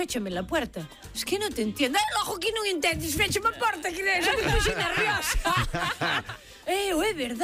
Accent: Galicia, Spain; No, é que somos moi... Somos muy gallegos.

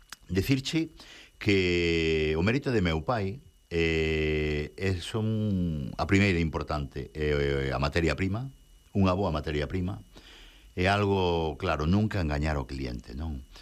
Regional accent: Galicia, Spain; Pois aí, como bo galego, teño que dicir que depende.

